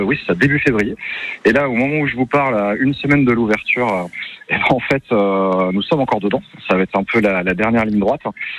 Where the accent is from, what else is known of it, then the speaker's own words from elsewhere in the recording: Dijon, Bourgogne-Franche-Comté, France; Oui, je suis né à Dijon et j'ai grandi à Dijon, tout à fait.